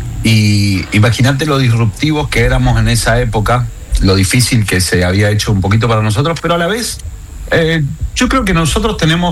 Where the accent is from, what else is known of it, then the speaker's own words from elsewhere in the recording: Puerto Vilelas, Chaco, Argentina; Puerto Vilelas, yo soy de Puerto Vilelas.